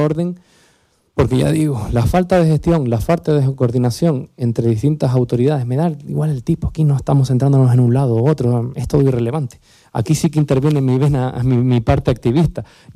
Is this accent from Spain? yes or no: yes; Anaga, Canary Islands, Spain; Claro, que como yo soy más de Anaga y nosotros renegamos un poquito de Santa Cruz, de la capital.